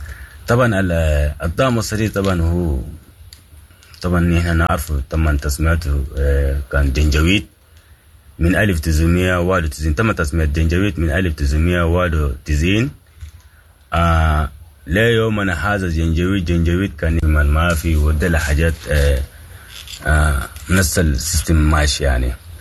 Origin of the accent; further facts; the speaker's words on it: Sudan; moved away; نحن قاعدين نتعبوا كسودانيين وفقدنا الوطن